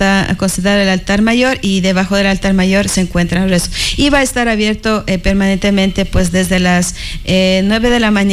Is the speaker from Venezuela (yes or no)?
no; Pujilí, Cotopaxi, Ecuador; Sí, yo soy de Cotopaxi, del cantón Pujilí.